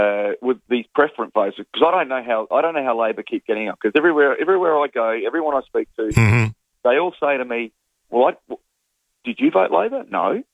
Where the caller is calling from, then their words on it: Australia; Australians, we're all Australian